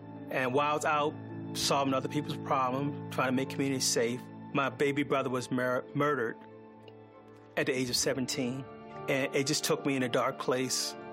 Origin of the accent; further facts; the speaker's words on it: Baltimore, Maryland, United States; Growing up in Baltimore